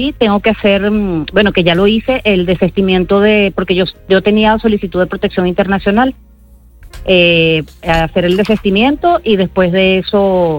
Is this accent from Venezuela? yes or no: yes; Venezuela; moved away as an adult; now in Spain; Bueno, yo vengo de Venezuela y bueno, situación país. Yo me vine con mi hijo, que tiene discapacidad.